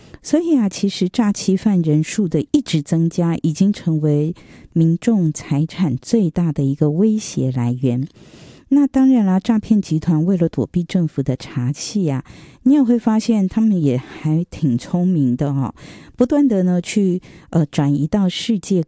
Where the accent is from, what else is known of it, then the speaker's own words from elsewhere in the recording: Taiwan; 我觉得我们台湾人还是心地善良的居多，